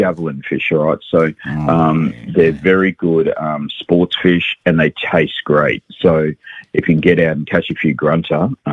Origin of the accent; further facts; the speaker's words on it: Brisbane, Queensland, Australia; And they said, where are you from? And I said, Brisbane.